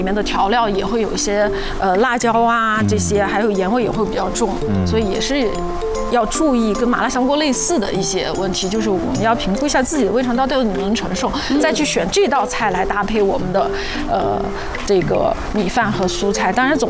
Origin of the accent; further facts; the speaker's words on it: Sichuan, China; 我们四川人也喜欢吃辣的